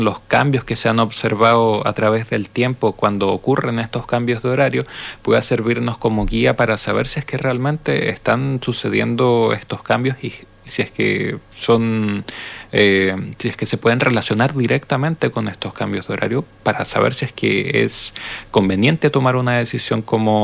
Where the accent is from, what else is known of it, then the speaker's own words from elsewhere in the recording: Chile; para nosotros como chilenos